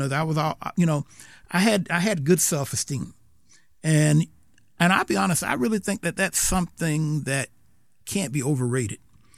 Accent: South Carolina, United States; So anyway, so the bottom line is I grew up in South Carolina. And it wasn't until I was an old man I realized that I actually have roots in South Carolina. Mm-hmm. But that's where I grew up.

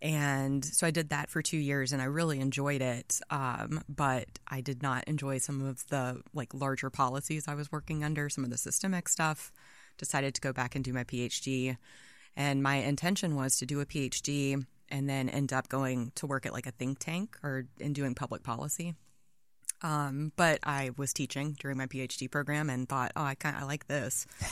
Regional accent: Athens, Georgia, United States; moved away; I'm from Athens, Georgia

